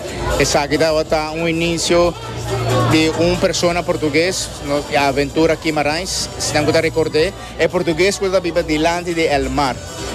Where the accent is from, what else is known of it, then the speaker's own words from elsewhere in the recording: Aruba; Portuguese is a second language; Nós, como luso arubano e um descendente português, nasci aqui na Aruba, está crescendo